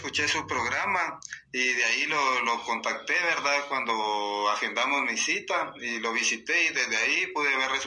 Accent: Tiquizate, Escuintla, Guatemala; De Tiquizate, de Escuintla.

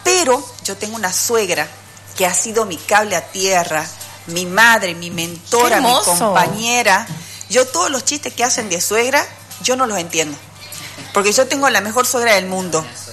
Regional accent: Salta, Argentina; accent: salteña; moved away as an adult; also born or lived in Córdoba, Argentina; now in Bolivia; Pero me crié en Salta, sí, por eso tengo tonada salteña. Estudié Ingeniería en Recursos y Naturales y Medio Ambiente en la Universidad Nacional, en Salta

